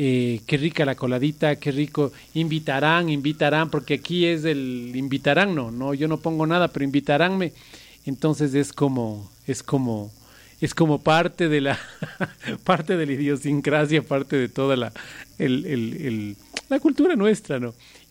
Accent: Ecuador; Así somos los ecuatorianos.

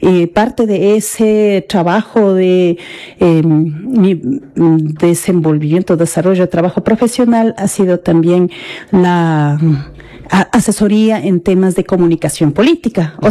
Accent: San Simón parish, Bolívar, Ecuador; Soy una guarandeña nacida en la parroquia San Simón, comunidad de Potrerillos. Esto queda ubicado en la vía Riobamba, en el sector de Herrerías, de donde provengo.

